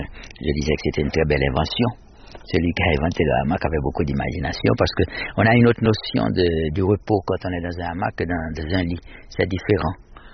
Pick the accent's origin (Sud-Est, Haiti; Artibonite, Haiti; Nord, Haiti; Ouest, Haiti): Sud-Est, Haiti; Jacmel; now in Lézignan-Corbières, France; je suis de Jacmel, qui est un village, si on peut dire. Et Lézignan, c'est une petite ville aussi, qui me rappelle mon village natal.